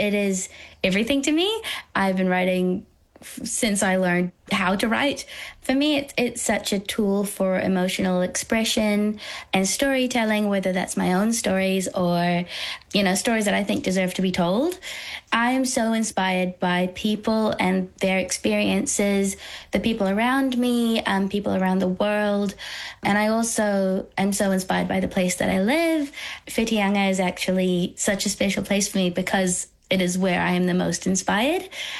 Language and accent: English; Bangladesh; My biggest musical influence is my own culture. I'm from Bangladesh.